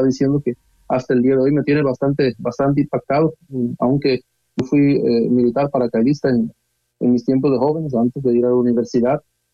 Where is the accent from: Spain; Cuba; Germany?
Germany; Spanish is a second language; moved away as an adult; now in Colombia; Yo soy alemán, mi papá es italiano, pero lleva todo su vida en Alemania